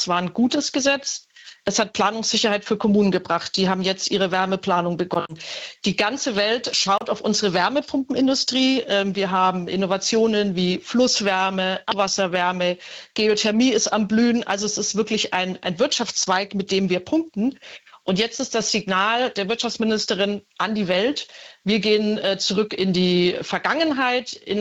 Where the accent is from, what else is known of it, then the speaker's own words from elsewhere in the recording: Bavaria, Germany; ich komme aus Bayern.